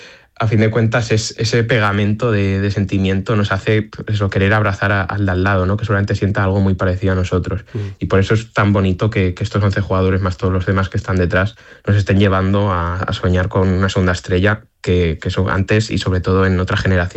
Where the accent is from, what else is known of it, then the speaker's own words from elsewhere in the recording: Aragon, Spain; Pues yo lo voy a ver en una pantalla gigante de mi pueblo de Teruel, o sea, yo soy de un pueblo de Teruel